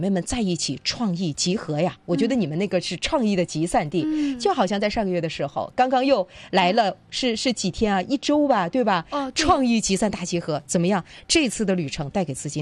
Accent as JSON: {"language": "Chinese", "region": "Jilin", "country": "China", "said": "现在你看咱们吉林女性尤其咱娘家人省妇联"}